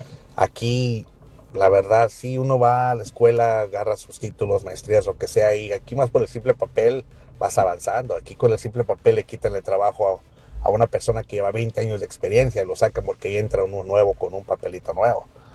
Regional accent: Mexico; now in United States; Yo nací en Estados Unidos. Es otra cosa que me nos mandaban a México durante mucho tiempo, de niños. Y allá tuve yo la oportunidad de poder estudiar en México durante años.

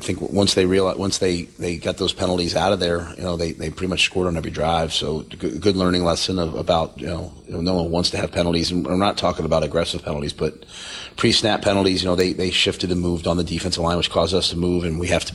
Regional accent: New York, United States; And I'll never forget, A, you know, being at UCLA, being a New Yorker, watching that happen.

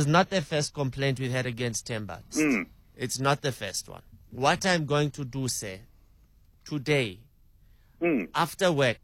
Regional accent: Botswana; Oh, I can't speak Zulu. I come from Botswana. Can we speak in English?

